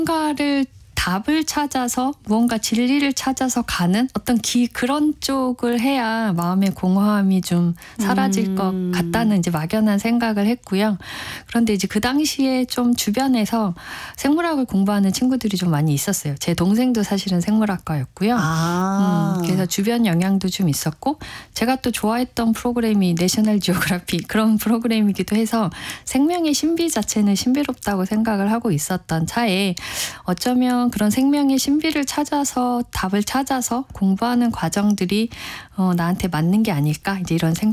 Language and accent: Korean; Seoul, South Korea; 제가 이제 집이 이제 본가가 서울인데요.